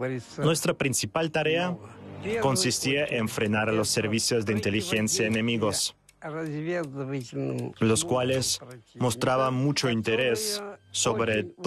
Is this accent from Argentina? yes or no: no; Belarus; Nosotros los bielorrusos